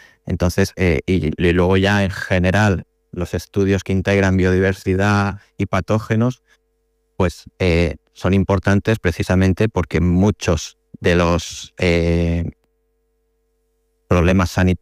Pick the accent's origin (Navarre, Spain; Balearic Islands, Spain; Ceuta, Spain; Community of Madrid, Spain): Balearic Islands, Spain; Santa Maria del Camí; moved away as an adult; also born or lived in León; now in Ciudad Real, Spain; Yo no soy culipardo, soy mallorquín. Vengo de las Islas Baleares y bueno, de un pueblecito del interior. Bueno, de cerca de Palma, realmente, Santa María del Camino.